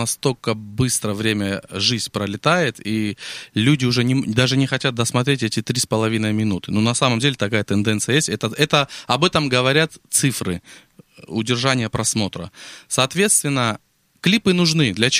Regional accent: Armenia; Смотрите, я армянин. Я, естественно, пою восточные песни, там, кавказские песни, армянские песни.

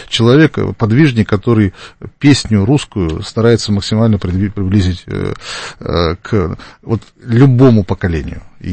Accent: Siberia, Russia; как я ехал из Сибири поступать в Москву, в Гнесинку

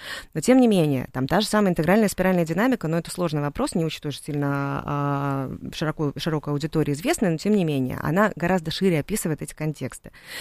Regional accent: Saint Petersburg, Russia; Я из Питера.

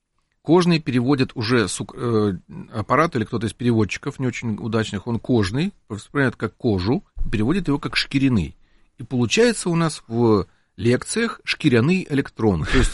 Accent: Ukraine; Лично я наблюдал это у себя на родине, на Украине.

